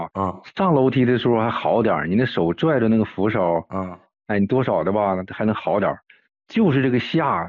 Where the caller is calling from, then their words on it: Dalian, Liaoning, China; 我家是大连的